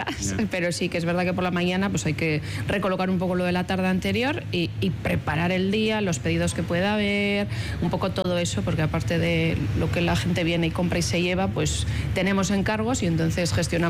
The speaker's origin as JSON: {"language": "Spanish", "town": "Alicante", "region": "Valencian Community", "country": "Spain", "tie": "born there"}